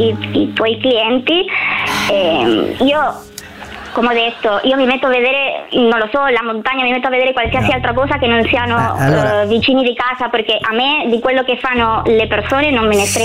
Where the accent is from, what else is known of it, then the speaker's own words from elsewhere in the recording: Argentina; moved away; Sono argentina, allora sono italiana legalmente, ma sono cresciuta in Argentina e quindi il mio accento è un po' diverso.